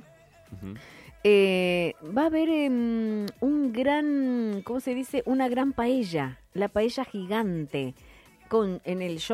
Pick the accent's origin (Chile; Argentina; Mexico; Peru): Argentina; El orgullo de ser argentino cuando vos estás afuera.